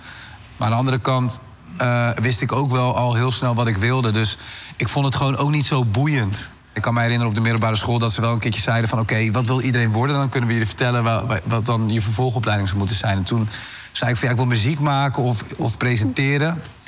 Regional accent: Amersfoort, Utrecht, Netherlands; Ik kom uit Amersfoort.

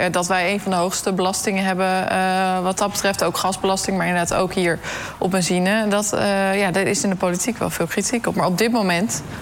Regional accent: Drenthe, Netherlands; Ik kan mij uit mijn jeugd in Drenthe ook herinneren

